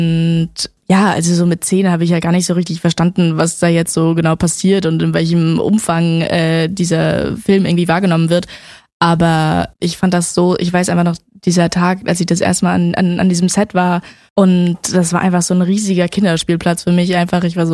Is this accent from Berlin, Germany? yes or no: yes; Berlin, Germany; ich komme aus Berlin